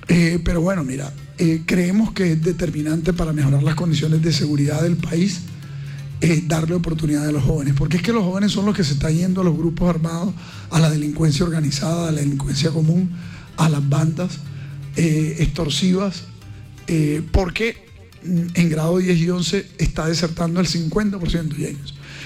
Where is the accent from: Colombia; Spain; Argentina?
Colombia; Caribbean Region; Yo soy un hombre del Caribe, pero que además no solamente soy del Caribe, sino que vivo en el Caribe. Aquí están mis hijos